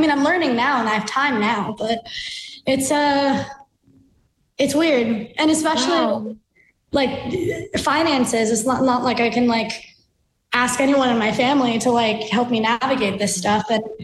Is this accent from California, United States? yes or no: no; New York City, New York, United States; born there; my parents are from Bangladesh. Like, I was born in Queens